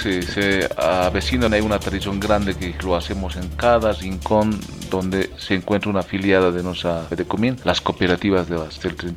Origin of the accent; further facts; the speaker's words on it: Bolivia; como todo boliviano que llevamos en el corazón rojo, amarillo, verde